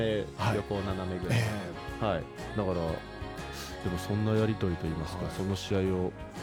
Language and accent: Japanese; Osaka, Japan; そうですね、もう大阪市もうど真ん中ですね結構、